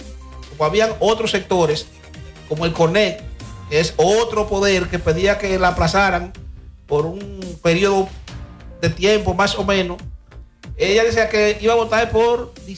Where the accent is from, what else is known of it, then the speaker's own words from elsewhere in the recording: Dominican Republic; Pero desgraciadamente somos dominicanos